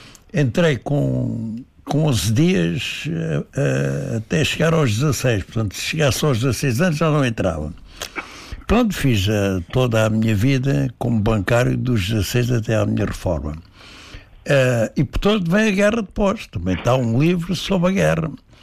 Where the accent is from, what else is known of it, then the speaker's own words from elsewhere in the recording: Ferragudo, Algarve, Portugal; Sou de Fregudo, do Conselho de Lagoa